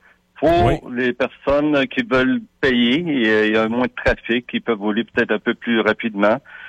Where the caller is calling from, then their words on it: Montreal, Quebec, Canada; Moi, je suis de Montréal.